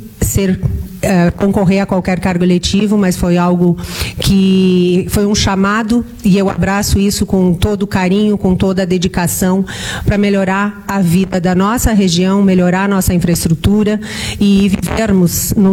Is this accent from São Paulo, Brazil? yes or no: no; Maravilha, Santa Catarina, Brazil; sou natural de Maravilha, sou aqui da região, conheço muito bem a nossa região e o nosso estado de Santa Catarina.